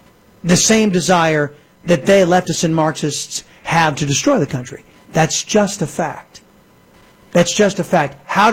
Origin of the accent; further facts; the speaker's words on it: United States; As an American, I find it offensive.